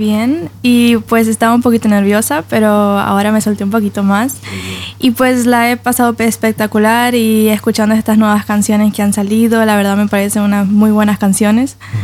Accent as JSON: {"language": "Spanish", "town": "Barcelona", "region": "Anzoátegui", "country": "Venezuela", "moved": "as an adult", "lives_now": "Norway", "said": "La ciudad se llama Barcelona."}